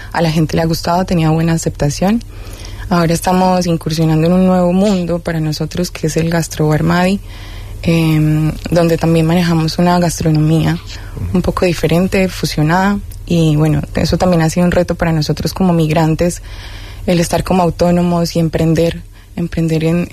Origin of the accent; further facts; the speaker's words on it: Medellín, Antioquia, Colombia; moved away as an adult; now in Spain; Yo soy de Medellín, digamos que todo mi núcleo familiar está en Medellín.